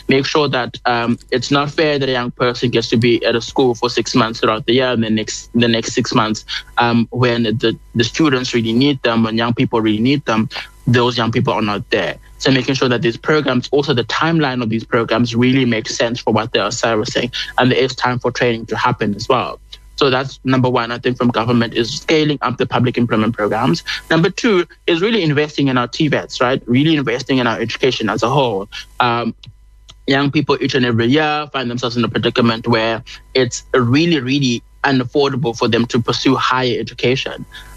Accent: South Africa; As South African, as a nation, I think we need to look at how people are engaging with this topic

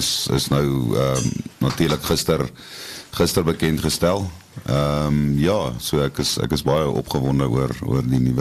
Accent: Pretoria, Gauteng, South Africa; ek het een baie groot liefde vir die bosveld, ek kom hier van Pretoria af, en as kind en jong mens, jy weet, jong man baie gaan jag, en in Noord-Transvaal

